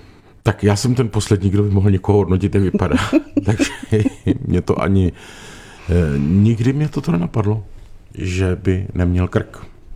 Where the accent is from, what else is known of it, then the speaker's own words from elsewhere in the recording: Brno, South Moravian Region, Czechia; born there; Já, pravda, jsem se narodil v Brně.